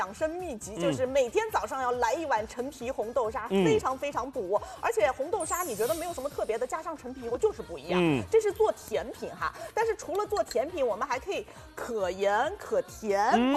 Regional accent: China

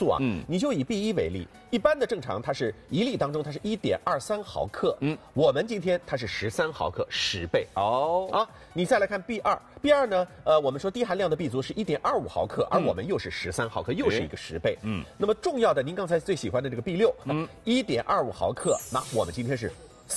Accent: China; 所以我们中国人的烹饪习惯

